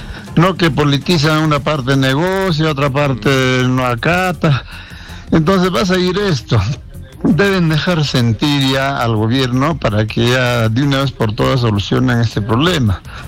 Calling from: Puno, Peru

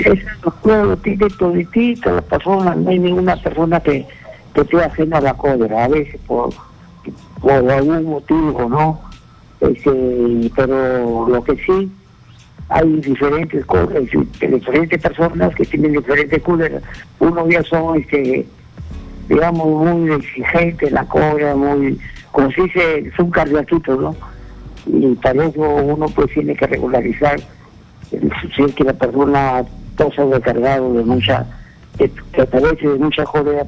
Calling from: Talara, Piura, Peru; yo soy de Talara, pero me encuentro en Paita, de visita

